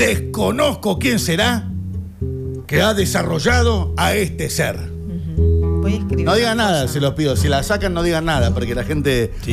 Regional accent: Córdoba, Argentina; accent: Cordoban; de locutor te van dando herramientas y vas eliminando un poco la tonada. Ya. A donde voy me dicen, sos cordobés, o sea, sí, imagínate.

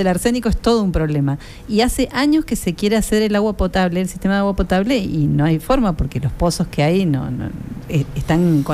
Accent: San Cristóbal, Santa Fe, Argentina; moved away; Yo vengo de San Cristóbal, Santa Fe, donde hay mucho arsénico. Una zona compleja en general por un montón de cosas

